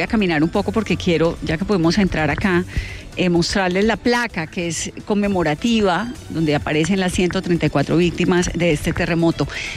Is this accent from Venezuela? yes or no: no; Cali, Valle del Cauca, Colombia; A mí me queda como caleña también muchas lecciones sobre el amor